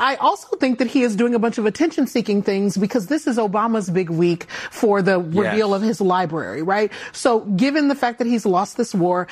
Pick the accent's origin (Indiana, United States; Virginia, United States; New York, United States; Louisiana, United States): Louisiana, United States; I mean, I am from Louisiana.